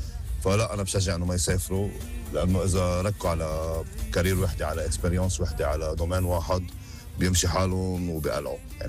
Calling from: Lebanon; مع اني انا من الاطراف يعني، بس انه اذا الله راد ان شاء الله لبنان على شيء احسن

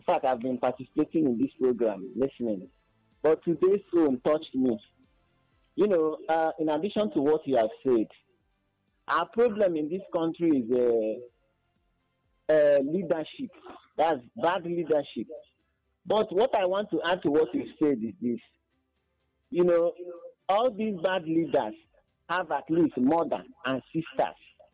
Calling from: Abakaliki, Ebonyi, Nigeria; I'm calling from Abakriki.

